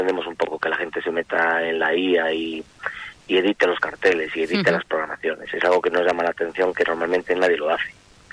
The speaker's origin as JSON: {"language": "Spanish", "town": "Ourense", "region": "Galicia", "country": "Spain", "said": "nosotros que somos de Ourense"}